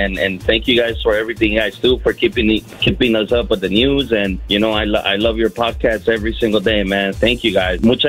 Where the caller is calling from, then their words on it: Los Angeles, California, United States; I'm from LA, the best city in the whole wide world, man.